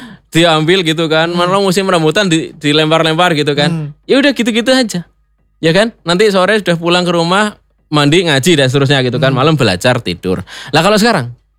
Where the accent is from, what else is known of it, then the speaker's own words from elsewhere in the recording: Java, Indonesia; kalau kita orang Jawa mengatakan